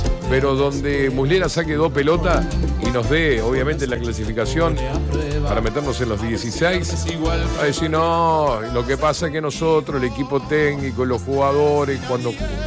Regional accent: Uruguay; obviamente soy uruguayo ante todo y hay que apoyar. Vamos arriba, Uruguay.

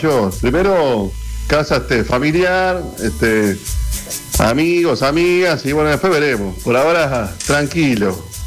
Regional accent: Uruguay; uno dice uruguayo y se ponen contentos.

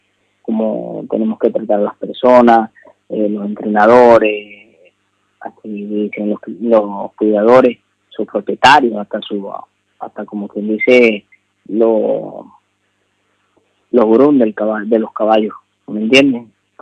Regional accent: Maracaibo, Zulia, Venezuela; born there; Nací en Venezuela, Maracaibo, Estado Zulia.

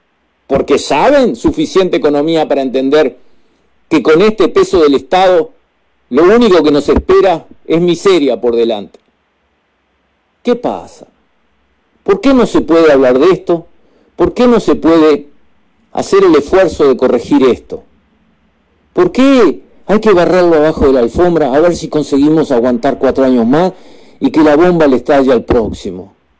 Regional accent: Uruguay

